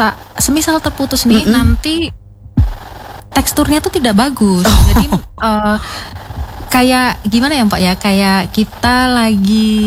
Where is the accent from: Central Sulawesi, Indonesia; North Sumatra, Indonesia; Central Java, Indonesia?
Central Java, Indonesia; now in Manokwari, Indonesia; Saya malah dari Jawa Tengah.